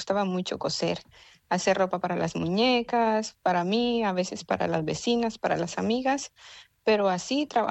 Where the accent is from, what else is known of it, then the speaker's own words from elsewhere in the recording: Costa Rica; moved away as an adult; now in Spain; Sí, soy de Costa Rica. Tengo 6 años de estar aquí.